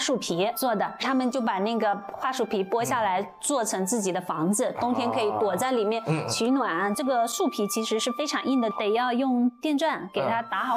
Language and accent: Chinese; Wenzhou, Zhejiang, China; 我的老家温州廖发墓是一个国家级非遗